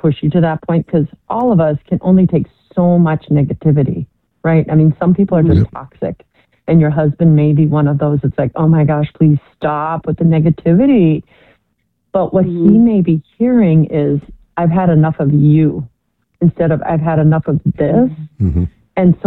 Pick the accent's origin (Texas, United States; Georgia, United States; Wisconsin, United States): Wisconsin, United States; Milwaukee; I didn't realize it was a beautiful city because I'm from Milwaukee, and we always thought that you guys were the enemy.